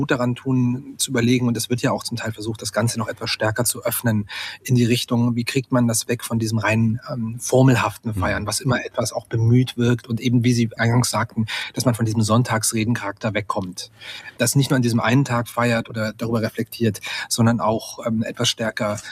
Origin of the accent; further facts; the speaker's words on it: Saxony-Anhalt, Germany; als in meiner Heimatstadt oder meiner alten Heimatregion in Mansfeld-Südharz